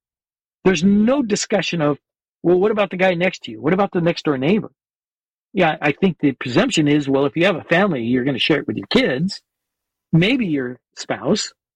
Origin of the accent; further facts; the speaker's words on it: San Jose, California, United States; You know, I grew up in San Jose. That was the Valley of the Heart's Delight. It was the prune capital of the world.